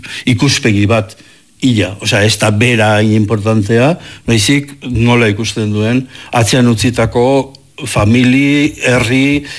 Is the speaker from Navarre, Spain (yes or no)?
no; Legazpi, Basque Country, Spain; born there; ni jaio nintzen herria bezala, Lehazpi bezala